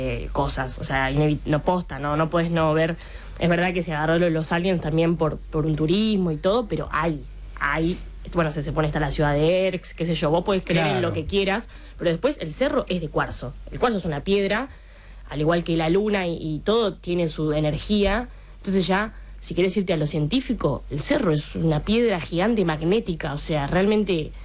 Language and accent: Spanish; Capilla del Monte, Córdoba, Argentina; moved away as an adult; vivir en Capilla del Monte, más allá, encima de que es un pueblo muy espiritual, muy sí. magnético, muy loco.